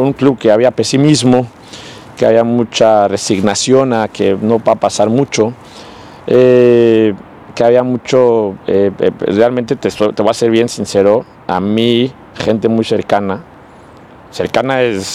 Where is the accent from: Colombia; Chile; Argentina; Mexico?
Mexico; Pero como mexicano siempre da ilusión representar a mi país en un mundial. Representé a mi país, fui campeón del mundo, sub-17.